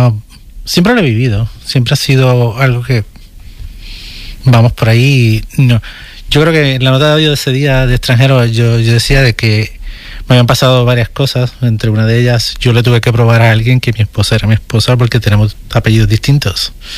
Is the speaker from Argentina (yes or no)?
no; Puerto Rico; now in United States; Soy ciudadano americano, ¿a dónde me vas a mandar? Sí, me puedo ir a Puerto Rico, pero yo puedo estar aquí.